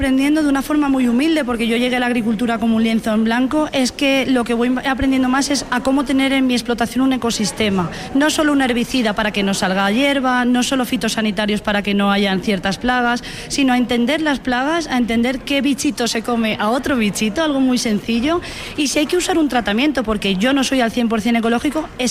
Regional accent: Valencia, Valencian Community, Spain; de Valencia, presidenta del País Valencia, de FADEMUR.

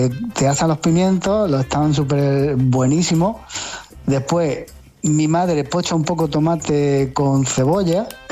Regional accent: Pozalcón, Andalusia, Spain; Cuando vamos a mi pueblo, a Pozalcón, flipa con la ensalada.

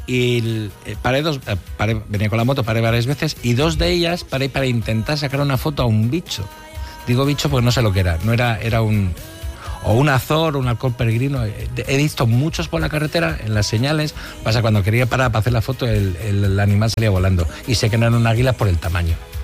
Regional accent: Yecla, Region of Murcia, Spain; Bueno, Yecla, yo estaba hablando de mi pueblo

